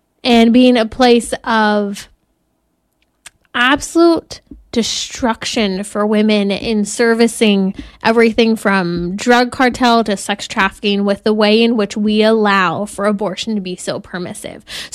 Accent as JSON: {"language": "English", "region": "California", "country": "United States", "tie": "born or raised there", "said": "what happens here in my home state of California."}